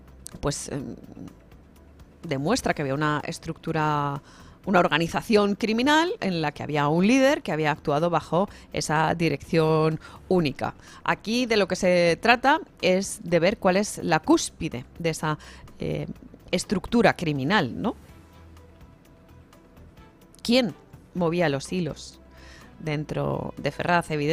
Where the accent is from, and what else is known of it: Spain